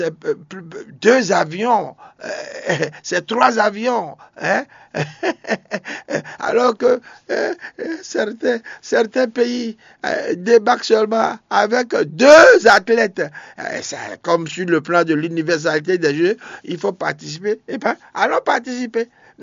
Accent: Benin; Nous sommes tous des Béninois.

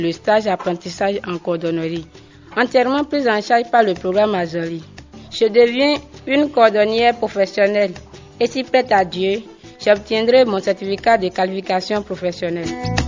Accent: Parakou, Borgou, Benin; Je viens de la commune de Parakou.

